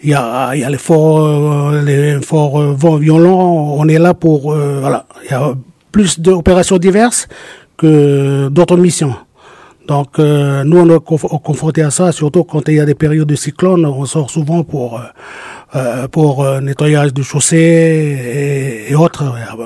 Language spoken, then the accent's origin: French; Païta, South Province, New Caledonia; also born or lived in Yaté; Je viens de Païta. Après, j'étais à Yaté.